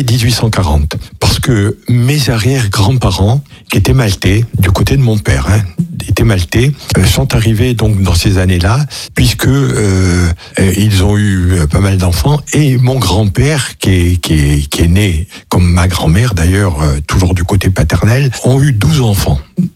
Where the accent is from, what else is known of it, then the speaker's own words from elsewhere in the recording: Souk Ahras, Souk Ahras Province, Algeria; Voilà, alors effectivement, je suis originaire de Soukaras.